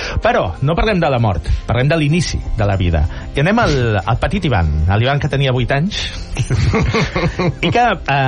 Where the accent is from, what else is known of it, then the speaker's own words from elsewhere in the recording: Sabadell, Catalonia, Spain; Deixa'm dir una cosa, recordo que jo sóc sabadellenc, i és una cosa que no dic gaire jo en antena, que sóc sabadellenc